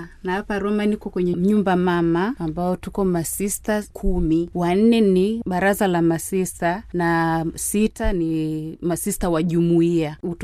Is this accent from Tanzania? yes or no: no; Taita-Taveta County, Kenya; mzaliwa wa Kenya, natokea jimbo la Mombasa, huko Taita Milimani.